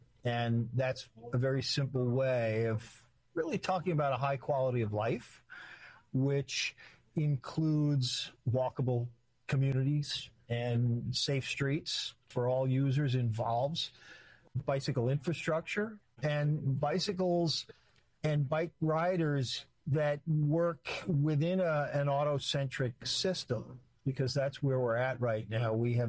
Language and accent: English; New York City, New York, United States; also born or lived in Manhattan; now in Montclair, United States; I'm from Middle Village, Queens.